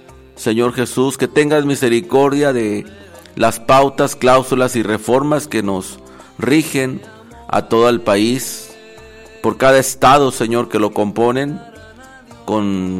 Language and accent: Spanish; Mexico; nuestro lindo país México, que es vecino a los Estados Unidos